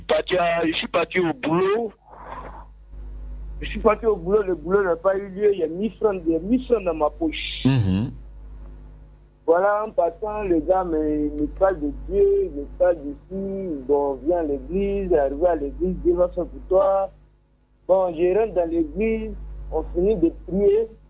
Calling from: Côte d’Ivoire; j'appelle de Bekekro présentement.

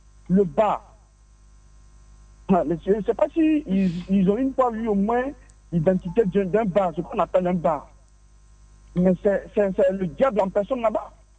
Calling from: Abidjan, Côte d’Ivoire; Depuis la Riviera Faya.

